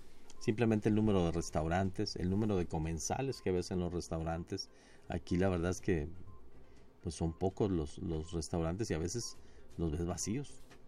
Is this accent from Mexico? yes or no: yes; Mexico; y que los niños lo vean y admiren pues esa parte de nuestra cultura, de nuestra riqueza, como mexicanos.